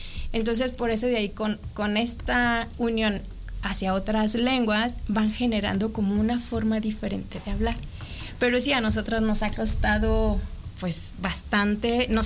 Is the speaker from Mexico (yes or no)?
yes; Mexico; me representan como mexicana